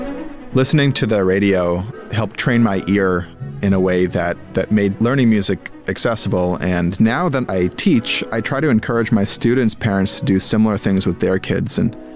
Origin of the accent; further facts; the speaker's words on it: Niskayuna, New York, United States; I'm from Niskayuna, New York originally.